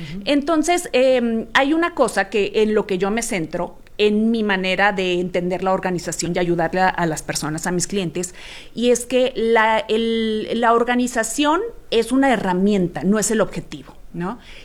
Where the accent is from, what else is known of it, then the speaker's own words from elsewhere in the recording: Sonora, Mexico; Norteña, final, okay, de cuentas, norteña. Ajá. Soy de Sonora.